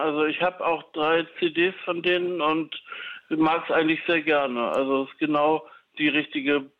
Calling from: Berlin, Germany; Ich rufe an von zu Hause aus Friedrichshain.

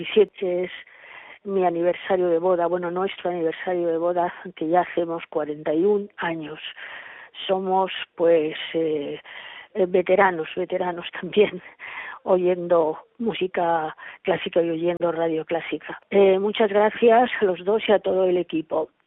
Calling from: Madrid, Community of Madrid, Spain; Buenos días … de Madrid.

